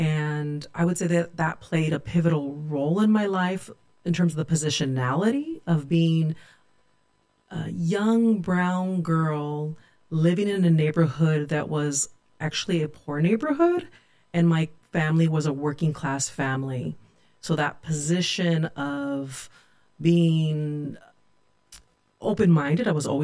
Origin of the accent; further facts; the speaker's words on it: Turlock, California, United States; Actually, I grew up in Turlock, California. I was born and raised in Turlock, California, and I moved away once and came back.